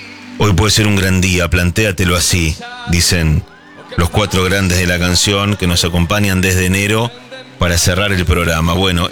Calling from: Paraná, Entre Ríos, Argentina; de Paraná, acá en la ciudad desierta, mucho frío

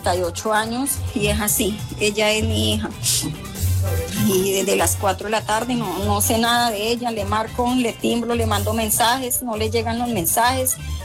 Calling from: Boquerón, Colombia; yo vivo acá en Boquerón.

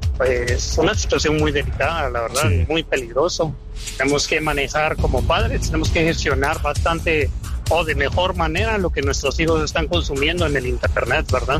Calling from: Guatemala; nosotros como guatemaltecos

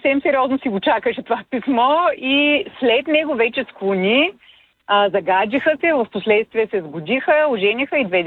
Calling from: Varna, Varna Province, Bulgaria; от Варна съм.

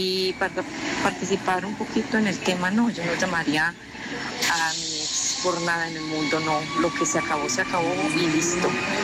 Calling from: Medellín, Antioquia, Colombia; los estoy escuchando desde acá, del barrio La Floresta, Medellín

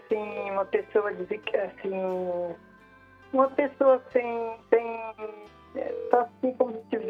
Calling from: São Paulo, Brazil; eu falo aqui do Jardim Colorado, Capão do Imbira, Zona Leste, São Paulo.

